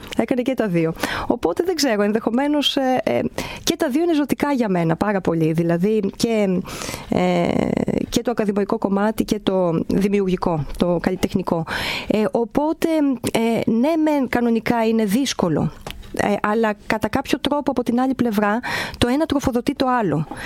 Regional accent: Volos, Thessaly, Greece; also born or lived in London / Paris; η πόλη μου εδώ και ο Βόλος ουσιαστικά έχει υποστηρίξει πάρα πολύ από τότε καλλιτεχνικά το έργο μου.

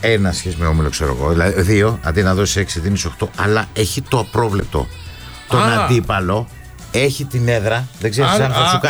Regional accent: Karya, Peloponnese, Greece; πώς λένε στο χωριό μου, στην Καριά Αργολίδο, στο γνωστό Κολοκοτρονίτσι

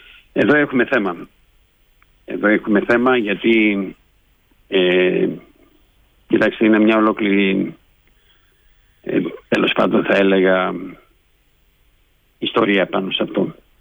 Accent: Thessaloniki, Central Macedonia, Greece; moved away as an adult; δεν μεγάλωσα εδώ, μεγάλωσα στη Θεσσαλονίκη, είμαι από εδώ όμως.

